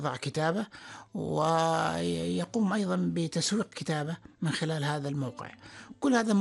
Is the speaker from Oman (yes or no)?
yes; Oman; تعرف احنا عندنا في عمان مشكلة، ومشكلة تسويق ومنافذ التسويق